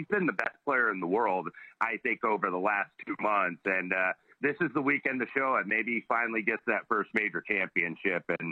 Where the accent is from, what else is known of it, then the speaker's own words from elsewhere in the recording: Missouri, United States; I'm from Missouri, so you got to show me here.